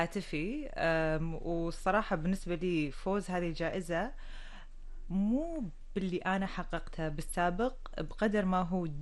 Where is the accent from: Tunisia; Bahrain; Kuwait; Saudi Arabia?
Kuwait; الوعي اللي موجود عندنا بالكويت